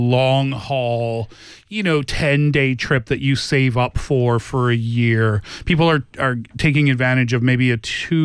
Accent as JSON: {"language": "English", "country": "Canada", "said": "And see, I made that previous comment as a Canadian."}